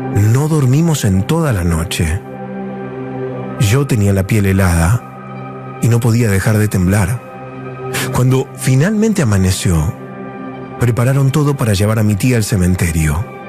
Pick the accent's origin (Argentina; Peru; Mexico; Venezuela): Argentina; Ciudadela, Buenos Aires Province